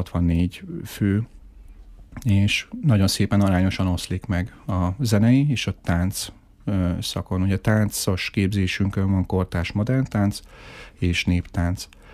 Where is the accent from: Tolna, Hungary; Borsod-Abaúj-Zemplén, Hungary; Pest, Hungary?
Borsod-Abaúj-Zemplén, Hungary; Miskolc; úgyhogy ide jártam, itt éltem, itt nőttem föl. Nem csak középiskolai években